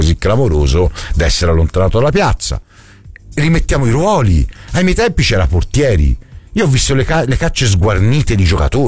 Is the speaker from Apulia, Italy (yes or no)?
no; Florence, Tuscany, Italy; born there; siamo nati a Coverciano tutti e due